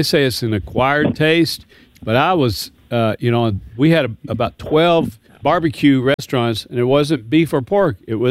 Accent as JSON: {"language": "English", "town": "Owensboro", "region": "Kentucky", "country": "United States", "tie": "born or raised there", "said": "I grew up in Owensboro."}